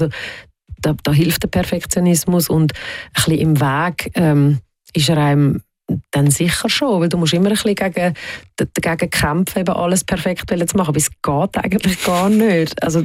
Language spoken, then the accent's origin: German; Switzerland; Auf der anderen Seite bin ich da in der Schweiz aufgewachsen und habe sehr behütete Kindheit gehabt. Ich bin ein Waldkind gewesen. Ich bin neben dem Wald aufgewachsen.